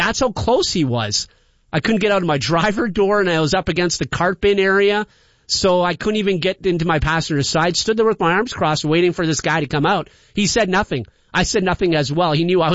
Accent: Sault Ste. Marie, Ontario, Canada; now in Windsor, Canada; I was born in the Sioux.

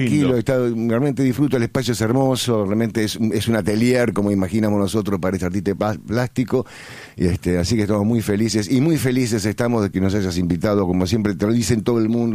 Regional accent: Villa Luro, Buenos Aires, Argentina

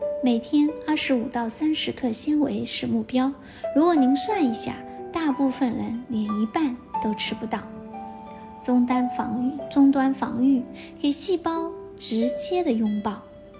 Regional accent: China

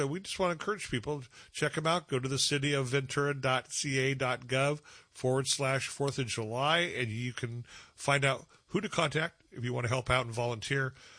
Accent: Ireland; Being Irish, so I love the good Irish food down there

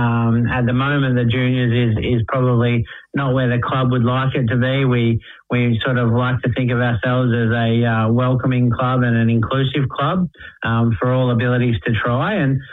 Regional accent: Western Australia, Australia; now in Geelong, Australia; Growing up in Western Australia, it was very common for young people to play t-ball.

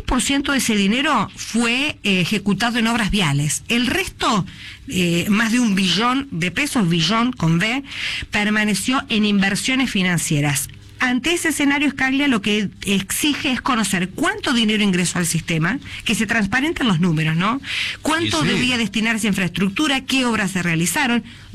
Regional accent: Argentina

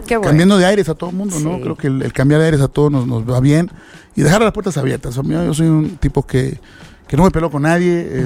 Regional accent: Mexico; Realmente somos mexicanos y esa lo tenemos en el ADN, la fiesta.

